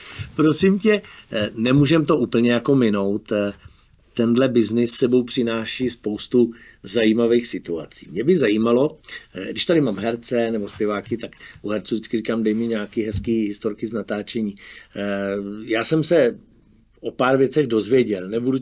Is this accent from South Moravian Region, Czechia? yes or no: yes; Brno, South Moravian Region, Czechia; Prvně jsou sami šikovní lidi, já jsem z Brna.